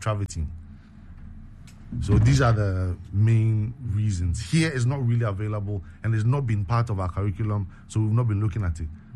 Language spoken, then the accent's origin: English; Ghana; I'm also Ghanaian, so I'll say it's here.